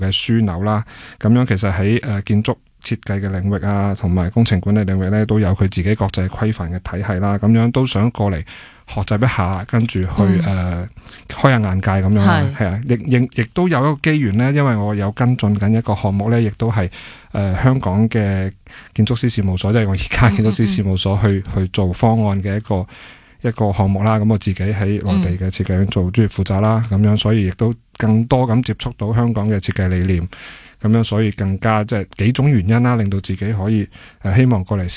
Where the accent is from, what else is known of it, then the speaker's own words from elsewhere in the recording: Zhongshan, Guangdong, China; first language Cantonese; moved away as an adult; now in Hong Kong; 我本身喺自细喺中山啦长大啦，跟住自细都系睇住香港电视长大嘅，好似《闪战传真机》啊，跟住430穿梭机啊咁样。